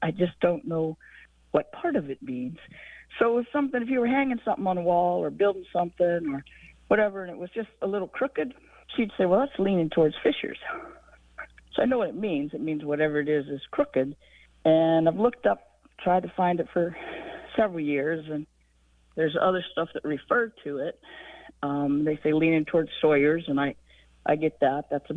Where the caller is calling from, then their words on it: South Carolina, United States; I'm calling from South Carolina.